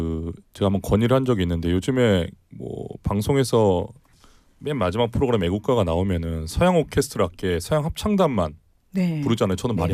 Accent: South Korea; 제가 대한민국 사람이고 제 주변에 말씀드린 분들도 솔직히 한국 분들이잖아요.

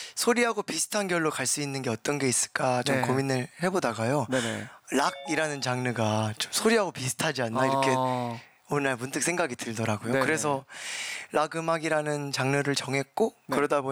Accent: Namwon, North Jeolla, South Korea; 전북 남원이 지금.

